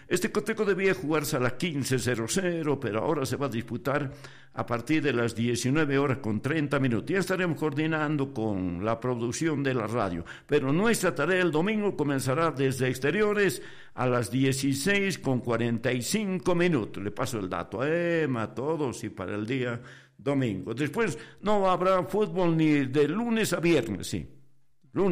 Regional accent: Muyuquiri, Chuquisaca, Bolivia; born there; Yo nací en Muyuquiri, le dije, en Muyuquiri, a unos cuantos kilómetros de Camargo.

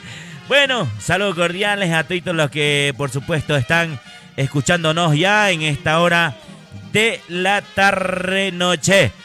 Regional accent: Bolivia

